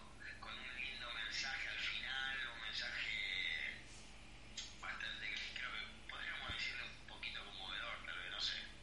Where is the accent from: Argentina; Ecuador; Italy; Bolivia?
Argentina; Rosario, Santa Fe